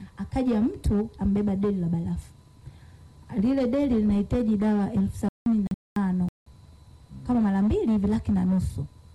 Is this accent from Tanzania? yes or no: yes; Mbinga, Ruvuma, Tanzania; also born or lived in Tunduru; ametokea Mbinga, mkoa wa Ruvuma. Lakini nimetokea Mbinga, nimeolewa Tunduru. Ila ndani ya mkoa mmoja.